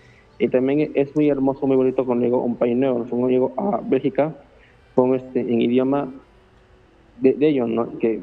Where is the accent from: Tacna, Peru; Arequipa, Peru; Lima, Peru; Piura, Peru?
Lima, Peru; de Lima, Perú. Soy un músico compositor, ¿no? De música, cristiana.